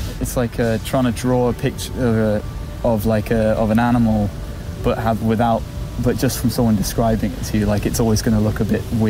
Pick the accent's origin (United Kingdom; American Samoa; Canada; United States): United Kingdom; England